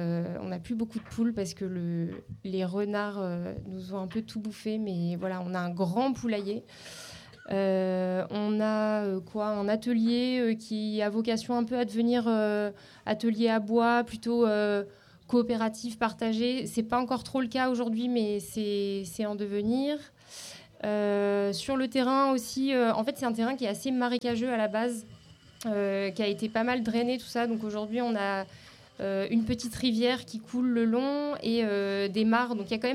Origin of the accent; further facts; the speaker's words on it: Le Havre, Normandy, France; Nous-mêmes, on est du Havre à la base et on s'est retrouvés là.